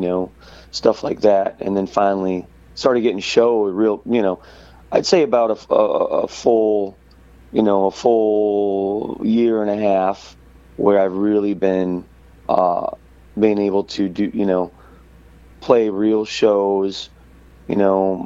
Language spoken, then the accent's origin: English; Michigan, United States; moved away as an adult; also born or lived in Texas / North Carolina; now in New Orleans, United States; Started off in Michigan. That's where I was born and raised, and spent a lot of my time, and then just moved around a little bit in Texas, a little bit in North Carolina